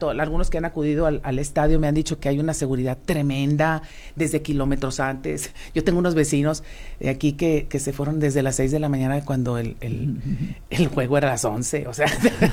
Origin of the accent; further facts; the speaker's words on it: Nuevo León, Mexico; Nosotros somos de Nuevo León.